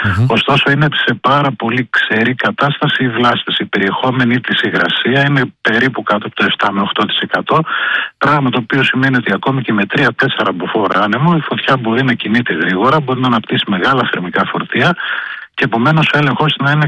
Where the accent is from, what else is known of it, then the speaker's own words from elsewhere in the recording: Central Macedonia, Greece; κατάγομαι από Χαλκιδική, γνωρίζω τη συγκεκριμένη περιοχή.